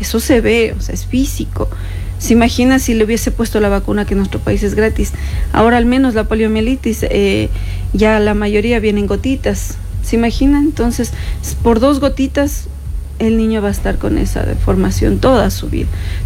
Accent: Cotacachi, Imbabura, Ecuador; yo soy de Cotacachi

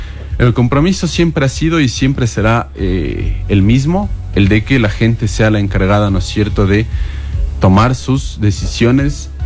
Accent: Cotacachi, Imbabura, Ecuador; todos como cotacacheños, como ciudadanos ecuatorianos

